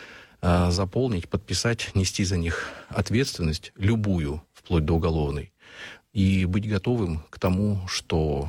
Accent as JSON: {"language": "Russian", "region": "Siberia", "country": "Russia", "tie": "born or raised there", "said": "я родился и вырос в Сибири"}